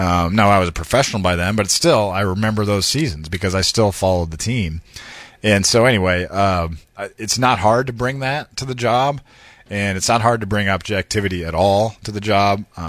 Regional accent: Iowa City, Iowa, United States; I grew up in Iowa City. I grew up rooting for the Hawkeyes.

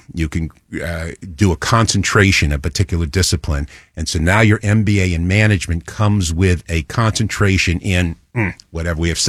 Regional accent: New York City, New York, United States; also born or lived in Northern Virginia; now in New Jersey, United States; I grew up in New York City

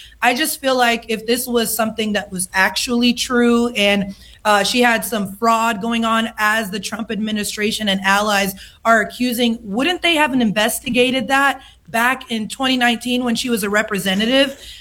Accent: Oklahoma, United States; my home state of Oklahoma

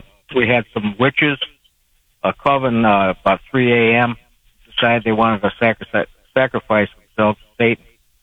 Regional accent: Wisconsin, United States; also born or lived in Texas; Yeah, I worked for the Travis County Medical Examiner in Texas for a while. I'm originally from Wisconsin

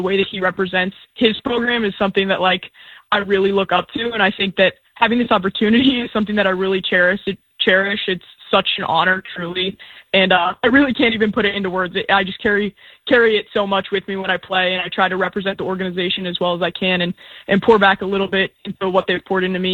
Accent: Pittsburgh, Pennsylvania, United States; I grew up in Pittsburgh

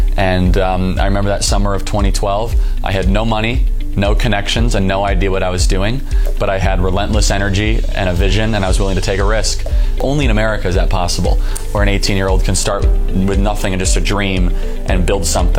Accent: Chicago, Illinois, United States; we're both from Chicago.

